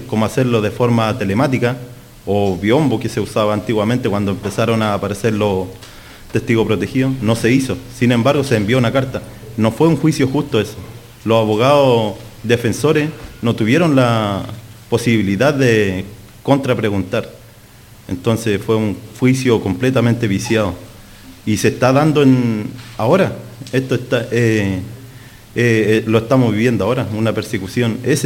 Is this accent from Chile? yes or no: yes; Araucanía, Chile; no solamente yo vengo de Malleco, no solamente en Malleco